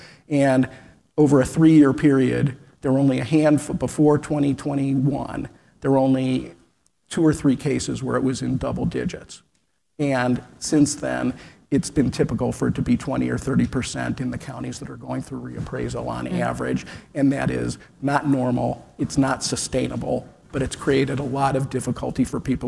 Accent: Cleveland Heights, Ohio, United States; now in Columbus, United States; in the neighborhood I live in Columbus, which is a lot like the neighborhood I grew up in Cleveland Heights with old houses from the 1920s and 30s

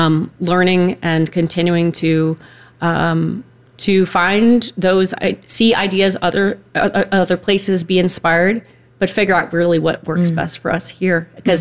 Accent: Detroit, Michigan, United States; born there; also born or lived in Pittsburgh; now in Cleveland, United States; Most recently, I moved here from Pittsburgh, but I grew up, was born in Detroit, but grew up all over the world moving with my dad in the automotive industry.

